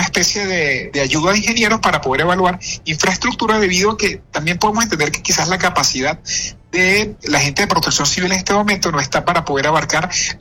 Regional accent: Maturín, Monagas, Venezuela; yo soy de Oriente, soy de Maturín

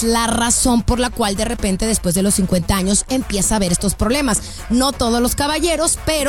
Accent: Guadalajara, Jalisco, Mexico; moved away; somos las Tapatías, importadas desde Guadalajara, Jalisco, México

